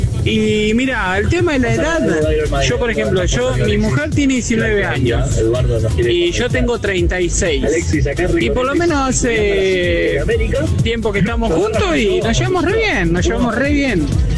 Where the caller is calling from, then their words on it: Venado Tuerto, Santa Fe, Argentina; Soy de Venado Tuerto